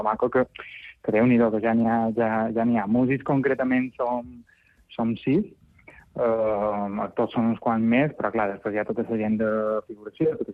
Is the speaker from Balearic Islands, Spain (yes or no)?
yes; Alcúdia, Balearic Islands, Spain; Sí, ja som d'Alcúdia, sí.